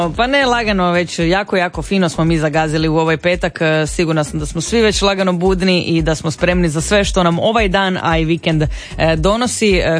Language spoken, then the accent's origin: Croatian; Croatia; Ali nisam ni sumnjala da ćemo mi kao Hrvati krenuti u tom smjeru